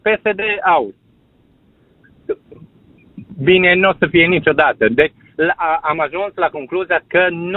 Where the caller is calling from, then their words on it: Bistrița, Bistrița-Năsăud, Romania; din Bistrița sunt.